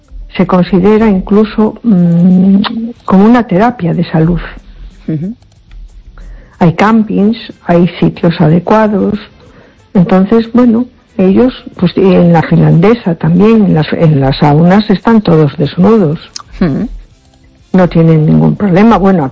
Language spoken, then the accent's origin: Spanish; A Coruña, Galicia, Spain